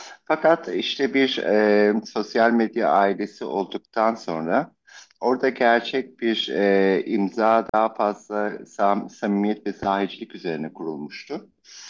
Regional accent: Büyükada, Istanbul, Turkey; çocukluğum Büyükada'da geçti sayfiyeci olarak.

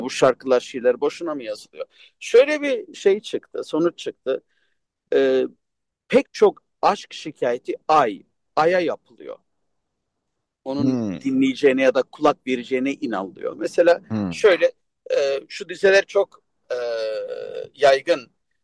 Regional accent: Armenia; now in Los Angeles, United States; Tam da Ermenistan'da seçim arası. Biliyorsun ülkemiz hem coğrafi konumundan biraz şikayetçi, komşularından şikayetçi.

